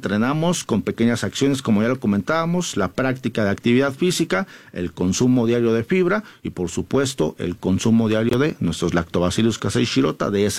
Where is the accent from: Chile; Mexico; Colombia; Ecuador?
Mexico